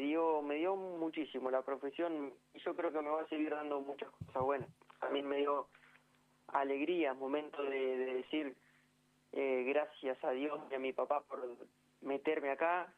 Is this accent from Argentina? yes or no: yes; Carmen de Areco, Buenos Aires Province, Argentina; Sí. Tenemos buena gente y tenemos hoy en día gente que viene mucho a correr para este lado y nos deja bien parados.